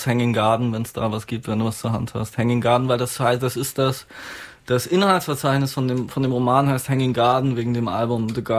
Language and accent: German; East Germany, Germany; ich bin ja auch Ostdeutscher